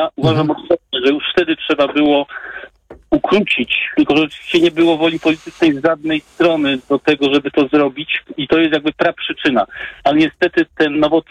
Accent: Wrocław, Lower Silesian Voivodeship, Poland; born there; Ja przedstawiłem się państwu jako osoba spod Wrocławia, ale jestem z urodzenia wrocławianinem, uciekłem z tej metropolii właśnie do mniejszego, do tak zwanego Warzanka

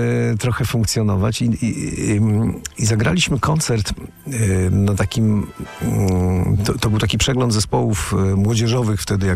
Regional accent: Warsaw, Masovian Voivodeship, Poland; also born or lived in Łódź; Kiedy wróciłem do Warszawy, bo studiowałem w Łodzi, ale jestem warszawiakiem i wróciłem do swojego rodzinnego miasta po studiach.

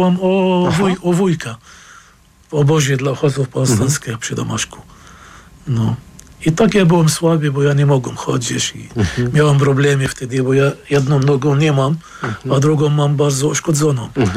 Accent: Lebanon; Polish is a second language; now in Norway; W 1991 roku ja chciałem już wrócić do Libanu, do naszego obozu

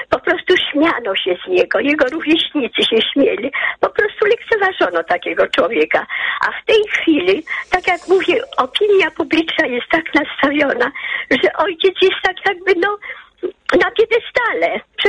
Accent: Warsaw, Masovian Voivodeship, Poland; born there; Ja urodziłam się na Pradze w Warszawie.

